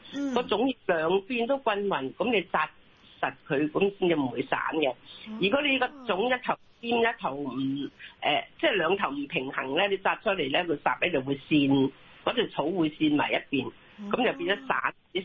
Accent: Zhongshan, Guangdong, China; 咁我試過有一個即係我哋係中山人嚟嘅

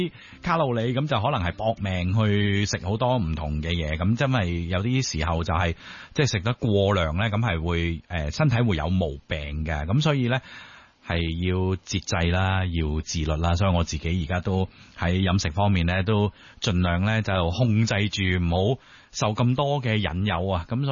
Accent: China; 任何嘢即係我哋中國人都有句說話啦，物極必反啊嘛

